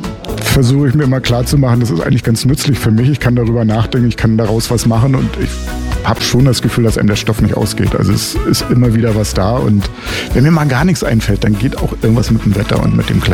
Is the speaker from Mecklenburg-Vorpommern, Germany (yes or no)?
yes; Neustrelitz, Mecklenburg-Vorpommern, Germany; Ich bin in Neustrelitz zur Schule gegangen. Und dann waren meine Eltern, dachten sie, jetzt muss der Junge mal an die frische Luft.